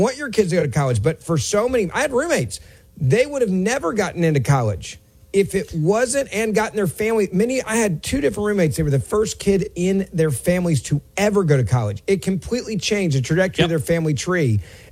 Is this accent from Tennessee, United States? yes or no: yes; Memphis, Tennessee, United States; University of Memphis, my hometown football coach